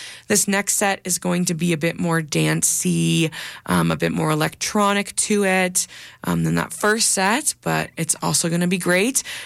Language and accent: English; Kingston, Ontario, Canada; moved away; I'm from Ontario, from Kingston.